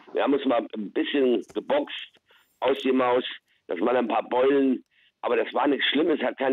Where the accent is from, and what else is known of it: East Germany, Germany; moved away